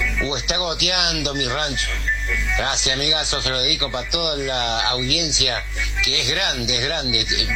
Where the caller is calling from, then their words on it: Puerto Gaboto, Santa Fe, Argentina; acá de Los Pagos de Puerto Gaboto.